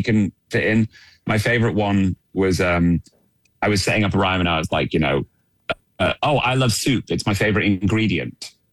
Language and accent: English; Manchester, North West England, United Kingdom; accent: northern; I'm from Manchester.